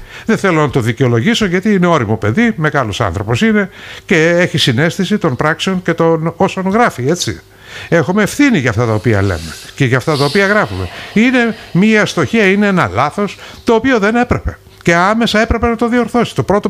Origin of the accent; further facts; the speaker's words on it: Greece; Όταν τους είπα ότι είμαι από Ελλάδα